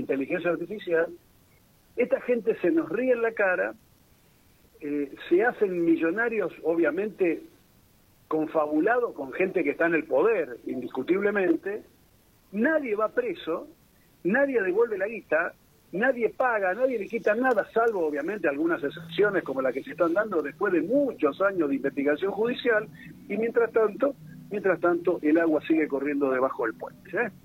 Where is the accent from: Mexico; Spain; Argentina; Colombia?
Argentina